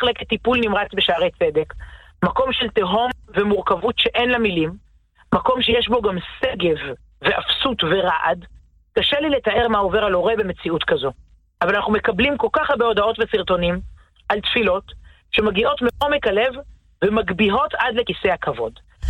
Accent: Herzliya, Tel Aviv District, Israel; גדלתי בבית פחות דוסי, אפשר להגיד בעדינות, גדלתי בהרצליה

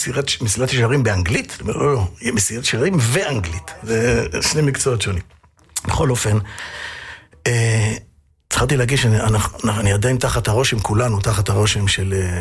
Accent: Ramat Gan, Tel Aviv District, Israel; moved away as an adult; now in Tel Aviv, Israel; אני גדלתי ברמת גן, למדתי בבית ספר בליך, בית חילוני

